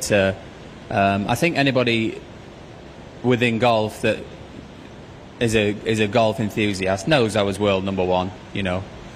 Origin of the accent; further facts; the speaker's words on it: Worksop, East Midlands, United Kingdom; just a young lad from Worksop